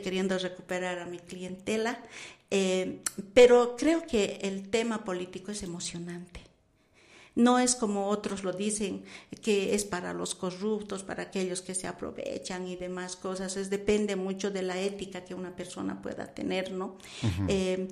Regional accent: Bolivia; somos los bolivianos

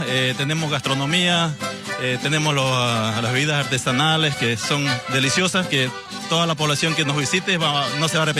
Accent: Santa Cruz, Bolivia; estamos felices y contentos de tener un aniversario más en nuestro pueblo. Me permito representar a mi pueblo querido

